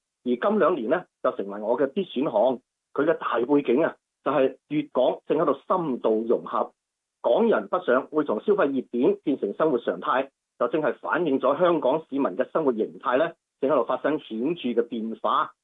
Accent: Guangzhou, Guangdong, China; 我係廣州人嘅

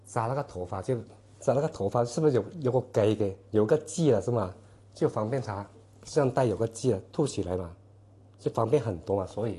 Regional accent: Liangmao Village, China; 我从小到大看父母做凉帽，我喺土生土长的凉帽村里面看见做凉帽

